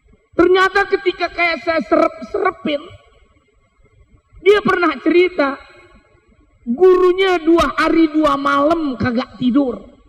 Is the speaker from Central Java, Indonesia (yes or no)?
no; Matraman, Jakarta, Indonesia; Sebab saya dari Matraman menikah kepada orang yang masih dekat dengan bilangan daerah ini. Saya menikah ke Cakung.